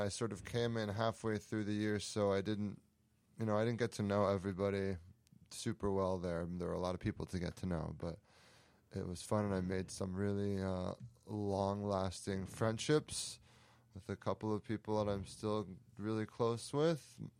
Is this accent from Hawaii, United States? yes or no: no; Princeton, New Jersey, United States; I grew up in Princeton, New Jersey, and I have lots of childhood memories, specifically of New Jersey.